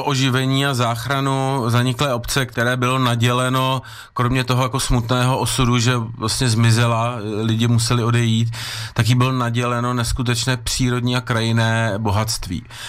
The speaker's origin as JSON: {"language": "Czech", "region": "Prague", "country": "Czechia", "tie": "born there", "moved": "as an adult", "lives_now": "Ore Mountains, Czech Republic", "said": "Všechno jsem si tam pamatoval líp a než jako z dětství v Praze. No a prostě postupem času vlastně veškeré moje aktivity směřovaly sem a teď už jezdím do Prahy tak jako na víkend na chalupu."}